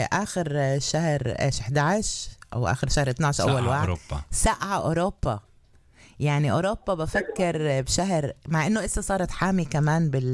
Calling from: Jerusalem, Palestine; تحياتي من القدس إلكو جميعا

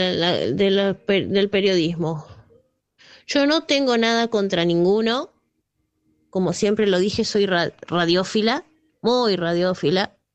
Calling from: Caballito, Buenos Aires, Argentina; de Caballito.

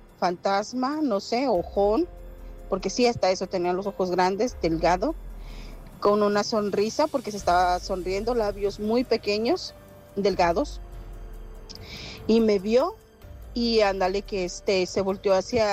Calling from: Rosarito, Baja California, Mexico; a donde yo vivo en Rosarito, que era en la Lucio Blanco en ese tiempo

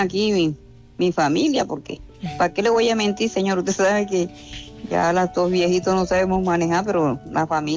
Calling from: Orihueca, Magdalena, Colombia; Soy del Magdalena, señor.

